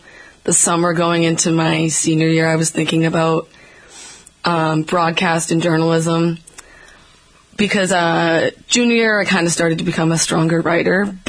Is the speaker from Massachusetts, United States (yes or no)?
yes; Braintree, Massachusetts, United States; I'm from Braintree.